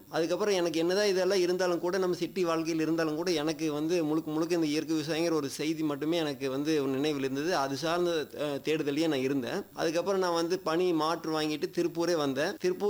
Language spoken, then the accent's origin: Tamil; Ooty, Tamil Nadu, India; நான் பிறந்து வளர்ந்ததெல்லாம் ஊட்டிலிங்க. ஊட்டியில் அணிக்குறைங்கிற ஊரில் நான் படித்தேன்.